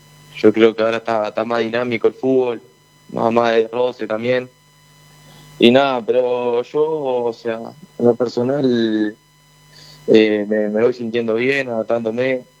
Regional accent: Salto, Uruguay; moved away as an adult; now in Paraguay; Salto Uruguay, sí. Queda en el norte.

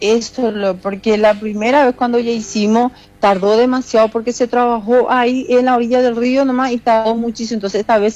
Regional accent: Itapúa, Paraguay; Mis padres vinieron y después en el 85 yo nací acá. Entonces toda mi vida, yo soy de Pengo.

